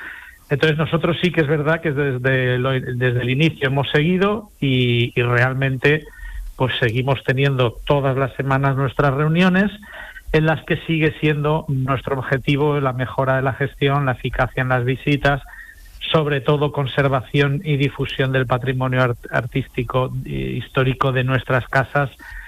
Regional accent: Valencian Community, Spain; now in Seville, Spain; que soy valenciano

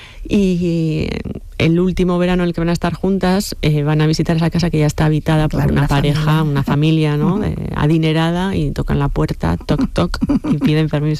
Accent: Errenteria, Basque Country, Spain; Yo soy de Rentería y allí tuvo, bueno, pues hicieron uh-huh. grandísimas cosas, ¿no?

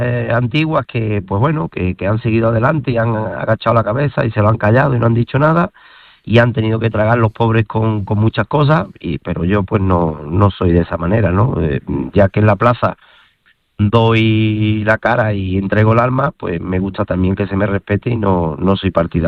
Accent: Seville, Andalusia, Spain; El caso de Sevilla, la cual yo considero mi tierra

